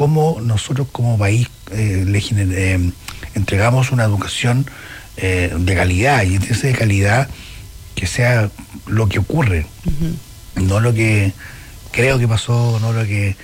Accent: Araucanía, Chile; born there; moved away; yo vengo de la región de la Araucanía, uh-huh. Yo no soy nacido acá

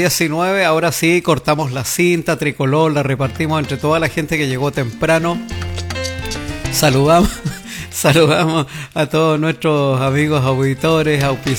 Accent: Chile; Somos chilenos todo el año y en la apertura del matinal siempre hay música chilena criolla.

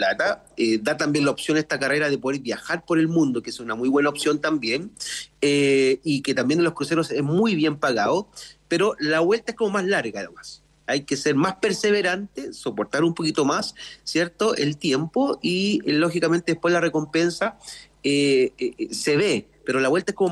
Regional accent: Chile

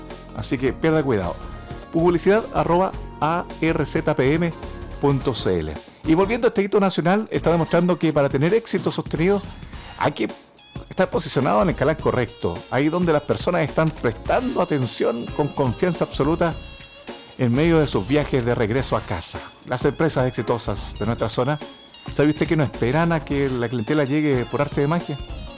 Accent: Los Ríos, Chile; moved away; me recuerda a mi tierra, la región de los ríos, que está lleno de cisnes de cuello negro.

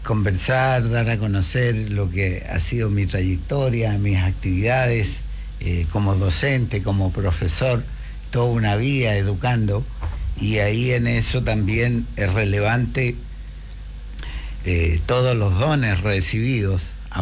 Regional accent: Chillán, Ñuble, Chile; born there; moved away as an adult; now in Patagonia, Chile; yo soy un guaso chillanejo, digo yo, porque nací en Chillán.

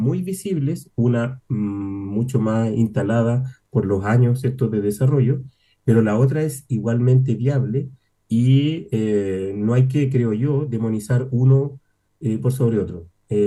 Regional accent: Santiago, Santiago Metropolitan, Chile; yo soy de Santiago.

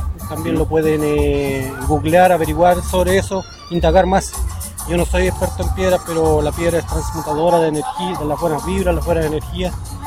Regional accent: Los Lagos, Chile; moved away; also born or lived in Santiago; Yo trabajé en Santiago, emigré de acá, de Los Lagos, emigré a Santiago, trabajé pegando cerámicos, porcelanatos, pavimentos.

